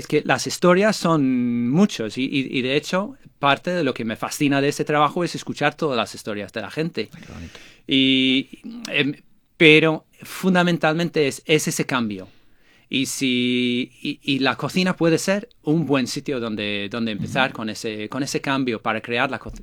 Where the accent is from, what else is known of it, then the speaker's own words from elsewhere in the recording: England, United Kingdom; Spanish is a second language; moved away as an adult; also born or lived in Ireland; now in Spain; yo no soy español, yo soy inglés. Después de 20 años la gente piensa que estoy fingiendo el acento, pero no es así. Yo soy de Inglaterra